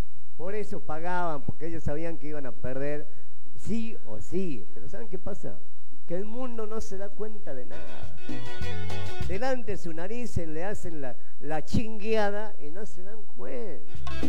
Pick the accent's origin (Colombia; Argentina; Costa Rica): Argentina; yo soy un hombre argentino, serví a mi patria, fui instruido militarmente, intelectualmente, estudié